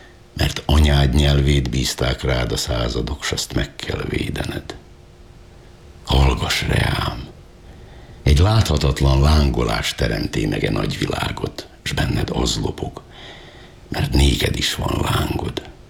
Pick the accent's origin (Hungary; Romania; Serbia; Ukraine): Serbia; Vojvodina; born there; gyerekkoromban, hogy egy pillanatra nem jutott eszembe, hogy innen elmenjek